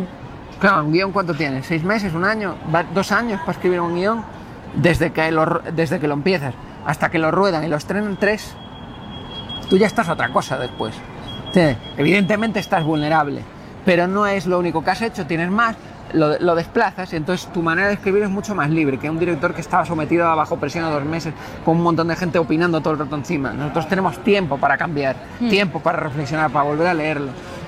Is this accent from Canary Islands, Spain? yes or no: yes; Canary Islands, Spain; born there; Porque yo nací en Canarias, tú eres canario. No te olvides nunca, me decía así con pasión.